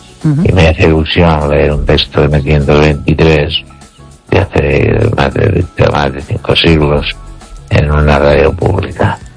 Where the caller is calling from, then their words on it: Ourense, Galicia, Spain; de Orense.